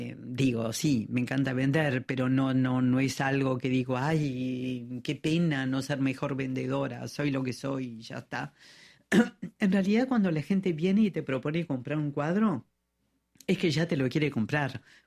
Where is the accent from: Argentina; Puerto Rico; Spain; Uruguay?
Argentina; now in Paris, France; yo me siento más argentina que francesa, pero me gusta mucho vivir en Francia.